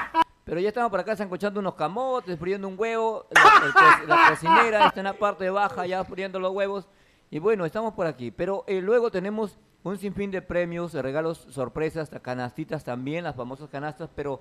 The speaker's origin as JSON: {"language": "Spanish", "region": "Piura", "country": "Peru", "said": "como buen peruano. Arriba el Perú, arriba Tambo Grande, arriba Piura."}